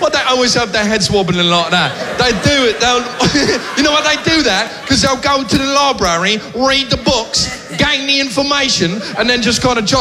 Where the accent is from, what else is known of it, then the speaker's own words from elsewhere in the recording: United Kingdom; I'm literally British. Literally, I'm literally British.